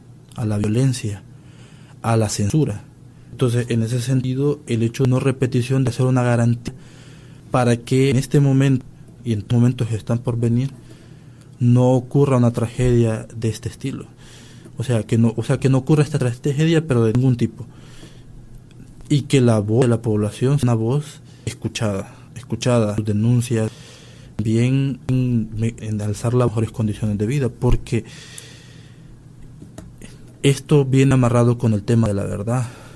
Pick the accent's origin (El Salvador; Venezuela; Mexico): El Salvador